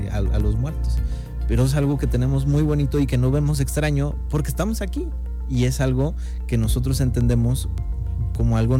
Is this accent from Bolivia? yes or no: no; Mexico; Los mexicanos somos valientes, los mexicanos somos aventados